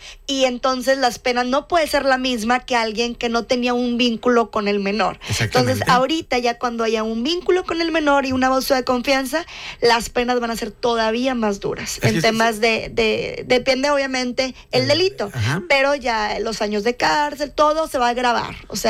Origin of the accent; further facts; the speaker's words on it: Nuevo León, Mexico; como muchas mujeres que hay aquí en nuestro estado